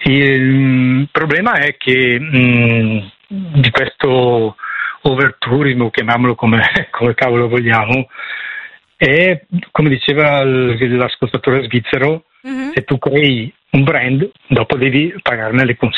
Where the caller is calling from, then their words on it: Lombardy, Italy; Anche io vengo dalla provincia di Brescia